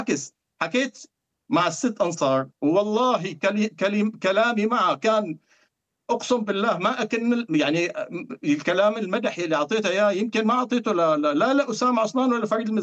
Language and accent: Arabic; Syria; يعني انا هيك عم افترض كسوري